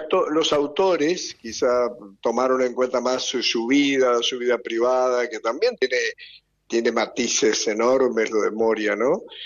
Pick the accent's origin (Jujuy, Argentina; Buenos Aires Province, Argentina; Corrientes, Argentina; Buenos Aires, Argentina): Corrientes, Argentina; nosotros somos del lado del Paraná, digamos … del lado del Paraná